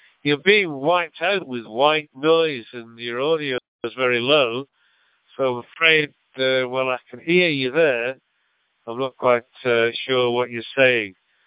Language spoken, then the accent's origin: English; North West England, United Kingdom; now in Australia; I'm not from the city of Manchester. I'm a good bus ride away, closer to Rochdale and Bury and Oldham. That would be closer to where I used to live, but I used to live in a smaller township between that lot.